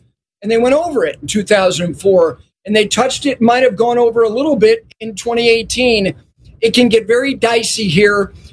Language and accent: English; New Jersey, United States; I was lucky enough, Nick, I grew up on the Jersey side of things.